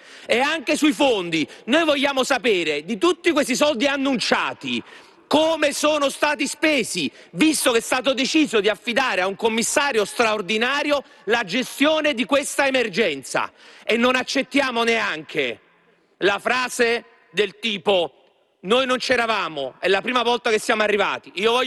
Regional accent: Sicily, Italy; certamente non ai siciliani, perché io sto sempre dalla parte del sud, non ho mai tradito la mia terra

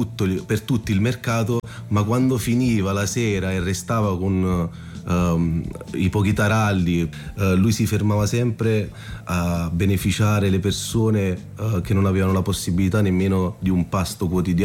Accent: Naples, Campania, Italy; now in Rome, Italy; sono nato e cresciuto a Napoli

